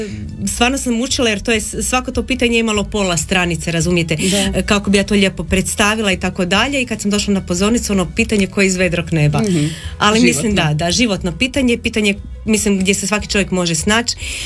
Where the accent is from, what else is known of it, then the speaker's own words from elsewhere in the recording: Croatia; moved away as an adult; also born or lived in Zagreb; ja sam se rodila u Zagrebu, djetinjstvo sam provela u Zagorju i udam sam se ponovno vratila u Zagreb.